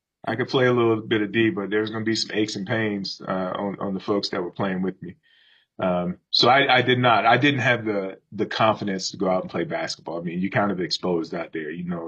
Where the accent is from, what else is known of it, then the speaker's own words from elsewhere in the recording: Hampton, Virginia, United States; I grew up in Hampton, Virginia, and spent the younger part of my life living in the Phoebus area of Hampton